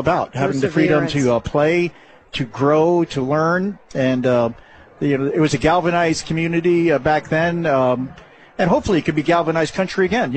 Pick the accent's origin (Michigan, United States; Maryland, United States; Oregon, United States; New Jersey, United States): New Jersey, United States; Jersey City; moved away; I'm from Jersey City